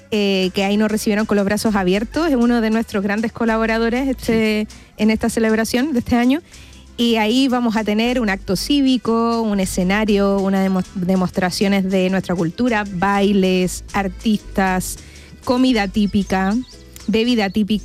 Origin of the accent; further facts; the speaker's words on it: Chile; now in Seville, Spain; Como todo chileno sabe, somos muy de recibir